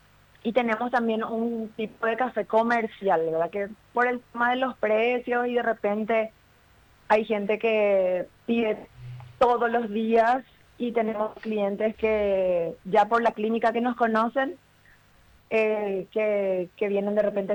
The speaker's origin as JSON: {"language": "Spanish", "town": "Villarrica", "region": "Guairá", "country": "Paraguay", "said": "Yo soy de Villarrica. Nosotros vivimos en Villarrica."}